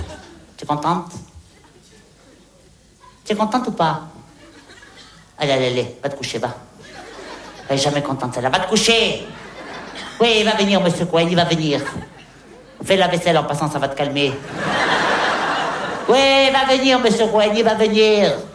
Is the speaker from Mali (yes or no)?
no; Hauts-de-France, France; Mais non, je suis du Pas-de-Calais.